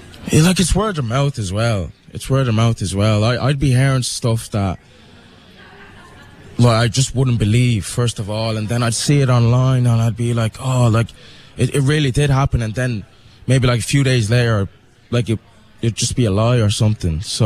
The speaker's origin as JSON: {"language": "English", "town": "Dublin", "region": "Leinster", "country": "Ireland", "tie": "born or raised there", "said": "being a black Irish man and growing up in Dublin."}